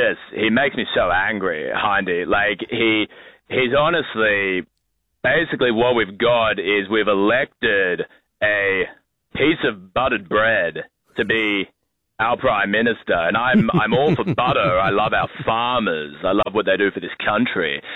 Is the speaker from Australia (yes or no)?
yes; Brisbane, Queensland, Australia; I'm a Queenslander from way back. I was going barefoot to my private school in Brisbane since 1970, 1980, when I was growing up on the outskirts there.